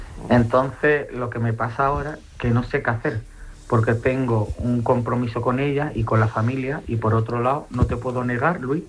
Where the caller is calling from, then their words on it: Melilla, Spain; Soy musulmán de Melilla